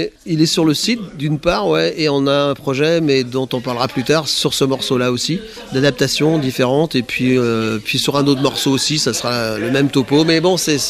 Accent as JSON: {"language": "French", "region": "Brittany", "country": "France", "said": "Mais c'est pas parce que je suis breton depuis des générations."}